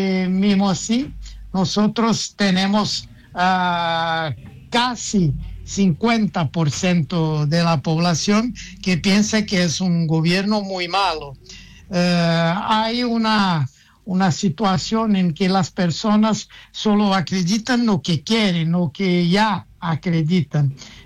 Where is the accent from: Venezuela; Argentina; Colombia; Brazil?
Brazil; Spanish is a second language; siempre nosotros brasileños